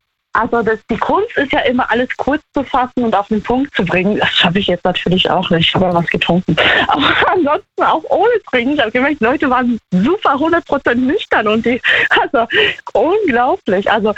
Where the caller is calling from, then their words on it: Trier, Rhineland-Palatinate, Germany; Hier, Trier.